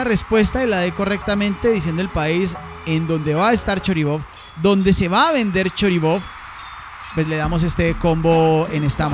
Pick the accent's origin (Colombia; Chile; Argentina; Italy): Colombia